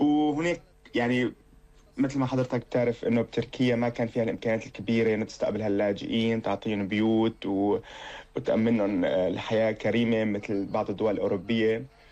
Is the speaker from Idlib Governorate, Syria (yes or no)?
no; Al-Bab, Aleppo Governorate, Syria; now in Düsseldorf, Germany; عمري 32 سنة، الأصل من مواليد مدينة الباب في ريف حلب، وحصلت على الشهادة الثانوية في مدينة الباب عام 2011.